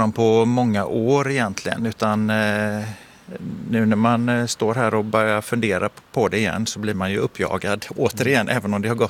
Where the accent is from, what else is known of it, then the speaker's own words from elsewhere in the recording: Gothenburg, Västra Götaland County, Sweden; stan Göteborg, liksom min hemstad.